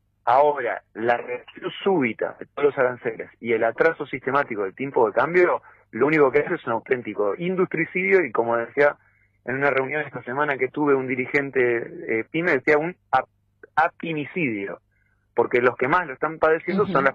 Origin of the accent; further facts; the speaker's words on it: Argentina; la mayoría de los argentinos no tenemos nada que decir.